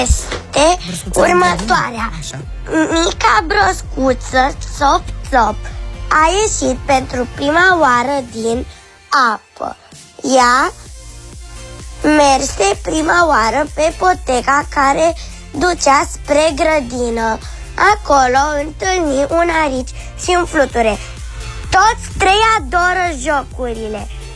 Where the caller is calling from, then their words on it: Bucharest, Romania; din București. Am 9 ani